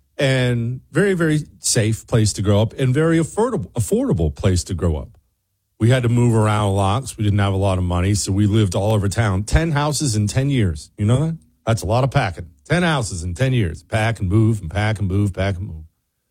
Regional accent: Bozeman, Montana, United States; My hometown is not what it was. It's not today what it was. Now, first of all, let's acknowledge this. Today, because Bozeman has changed, that doesn't change the fact that when I was there, it was a wonderful place to grow up, to be raised

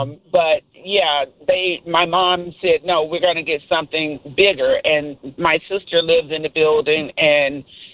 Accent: Chicago, Illinois, United States; also born or lived in Douglas, Lawndale, Chicago; So Austin, growing up in Austin, I said I had a great childhood

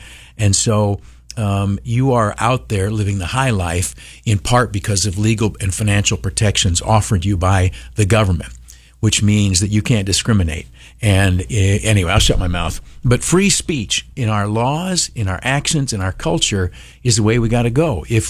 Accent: United States

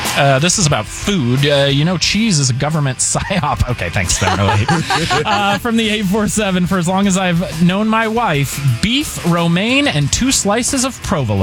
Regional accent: Palatine, Illinois, United States; From the 224, I grew up in Palatine, so I have so many stories from that place.

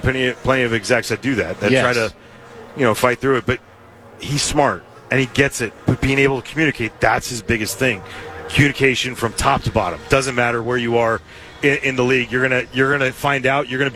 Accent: California, United States; You know, I'm still a Californian, you know what I mean?

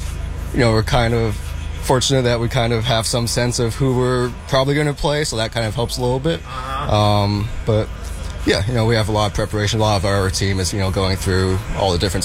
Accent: Bay Area, California, United States; growing up in the Bay Area

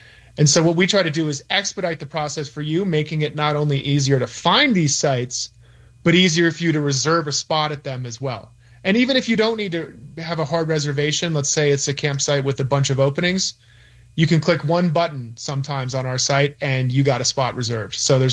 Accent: Virginia, United States; moved away; I'm originally from Virginia

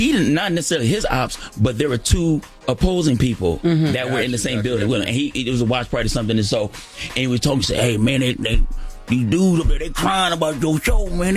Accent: Los Angeles, California, United States; L.A. I'm from South Central L.A.

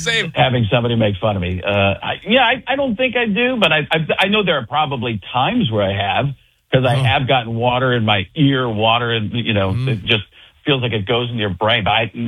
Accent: Waukesha, Wisconsin, United States; born or raised there

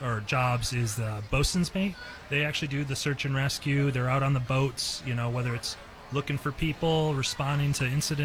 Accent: Michigan, United States; moved away as an adult; also born or lived in Alaska; So I'm from Michigan.

